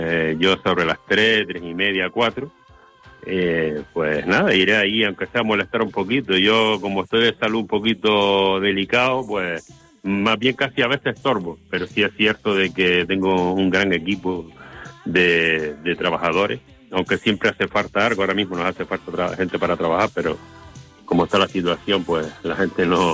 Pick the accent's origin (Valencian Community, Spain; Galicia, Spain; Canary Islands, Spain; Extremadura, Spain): Canary Islands, Spain; Ingenio; Que yo soy, como dice la gente, eres muy canario. Y después de canario soy muy cochinero de Ingenio